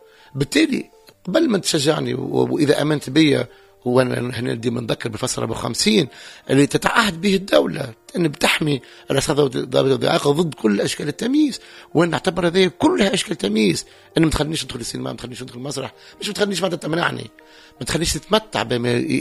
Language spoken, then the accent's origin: Arabic; Tunisia; شوف ديما نسأل روحي علاش ما يكونش عندنا في تونس